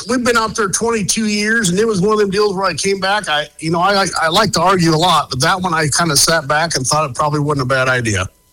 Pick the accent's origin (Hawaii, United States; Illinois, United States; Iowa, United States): Iowa, United States; Indianola; the wife and I had moved to town where I grew up out here in Indianola, south of Des Moines